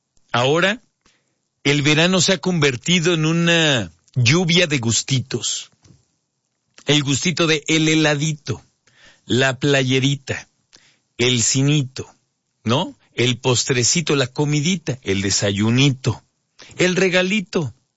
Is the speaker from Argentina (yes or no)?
no; Mexico; nos estamos dando cuenta que las épocas que más disfrutamos como mexicanas y mexicanos son las épocas que terminan siendo nuestro mayor reto económico.